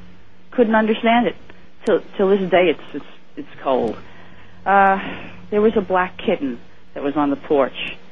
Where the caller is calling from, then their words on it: Woodbridge, New Jersey, United States; from Woodbridge, New Jersey.